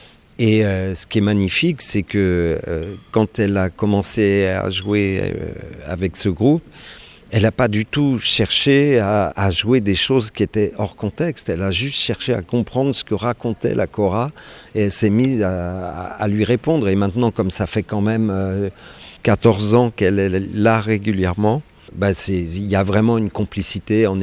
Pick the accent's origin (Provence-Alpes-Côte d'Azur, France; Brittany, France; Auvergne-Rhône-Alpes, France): Brittany, France; Rennes; Mais en même temps, j'ai grandi à Rennes.